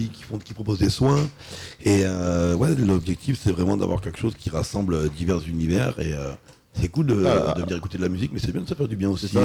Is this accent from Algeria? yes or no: no; Montpellier, Occitanie, France; now in Toulouse, France; Je viens de Montpellier aussi. J'ai migré à Toulouse il y a quelques années maintenant.